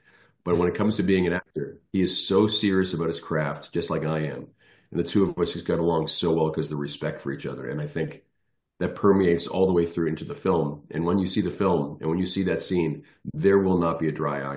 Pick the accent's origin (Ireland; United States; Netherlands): Ireland; both my parents are from Ireland, and, you know, being an Irish guy myself, an Irish citizen, it was kind of a no-brainer